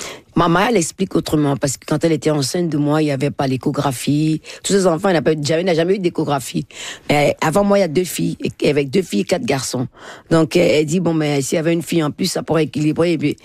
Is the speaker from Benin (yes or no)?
yes; Benin; born there; je suis née au Bénin.